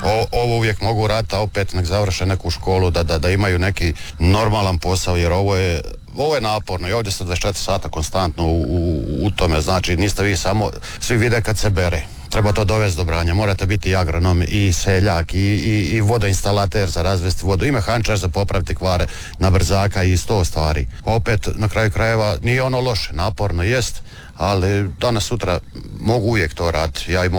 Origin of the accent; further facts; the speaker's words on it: Zvjerinac, Croatia; iz Zvjerinca, bavim se poljoprivredom evo već 30 godina